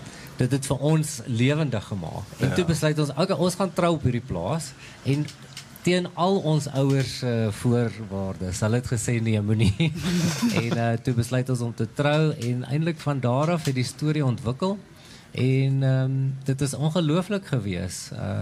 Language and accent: Afrikaans; Klerksdorp, North West, South Africa; born there; het ek al gekry om terug te kom Klerksdorp toe. Ja. En dit is nogal interessant, hierdie was op my laerskool saamtrek hier oorkant ons